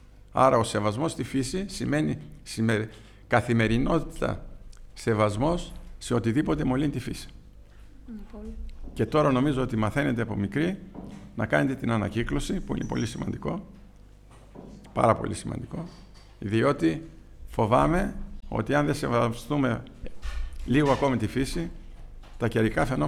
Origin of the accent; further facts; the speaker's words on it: Greece